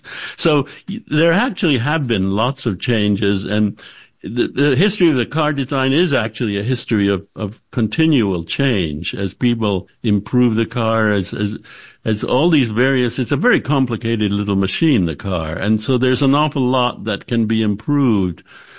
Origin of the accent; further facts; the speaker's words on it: Canada; I grew up in Canada, which is, of course, very cold, which creates all sorts of special problems for cars.